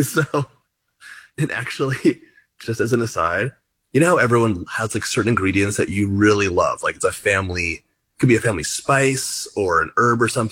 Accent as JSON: {"language": "English", "country": "United States", "said": "As an American, I love pumpkin."}